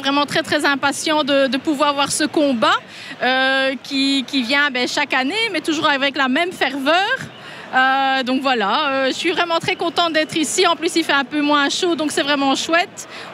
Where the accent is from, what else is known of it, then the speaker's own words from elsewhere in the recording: Saint-Ghislain, Wallonia, Belgium; Alors je viens de Saint-Guilain.